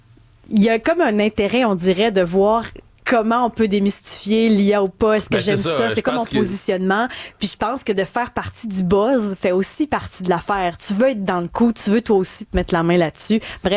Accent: Baie-Comeau, Quebec, Canada; moved away; je leur disais que je venais de Baie-Comeau

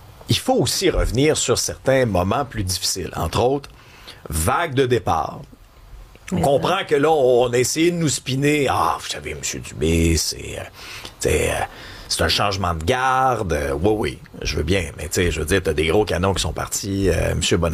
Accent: Quebec, Canada; moi, de l'Abitibi-Témiscamingue

